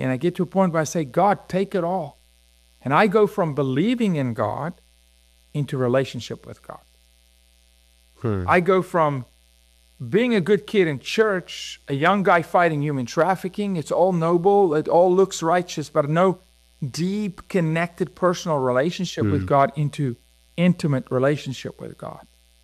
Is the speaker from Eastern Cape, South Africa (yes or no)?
no; Johannesburg, Gauteng, South Africa; I'm from what's called the East Rand. So think of the Bronx, because I'm from Johannesburg. It's a city with 10 million people, right?